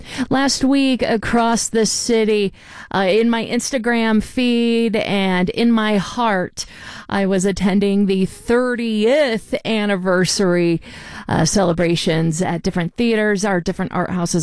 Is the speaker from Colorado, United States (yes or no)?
yes; Fort Collins, Colorado, United States; I grew up in Fort Collins.